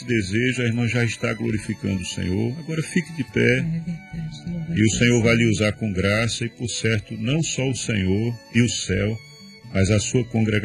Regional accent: Northeast Region, Brazil; eu, como sou nordestino

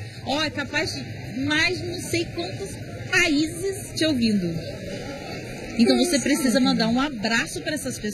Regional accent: Vila Velha, Espírito Santo, Brazil; moved away as an adult; now in Serra, Brazil; Aí eu morei minha vida toda lá, e eu fui pra Serra, aí eu fui me adaptando, mas agora eu gosto.

